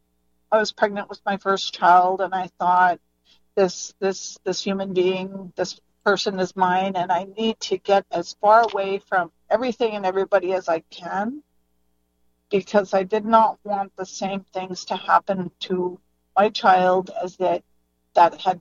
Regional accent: Alberta, Canada; It means soaring eagle. I come from Kehuen Cree Nation, and yeah, I'm a writer

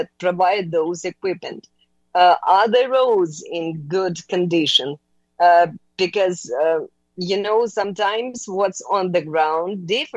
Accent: Ukraine; now in British Columbia, Canada; I'm originally from Ukraine.

